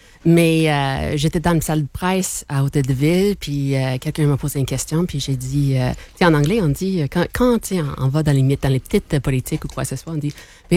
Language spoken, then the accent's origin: French; Canada; first language English; French is a second language; à travers mon accent, souvent des gens m'ont dit est-ce que le fait que tu es anglophone, est-ce que c'était une freine à t'exprimer?